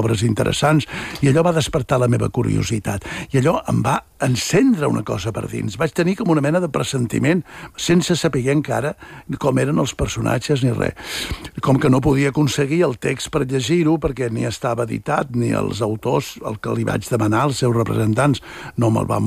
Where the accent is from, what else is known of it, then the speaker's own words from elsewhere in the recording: Barcelona, Catalonia, Spain; vaig dir, soc actor de Barcelona, no sé què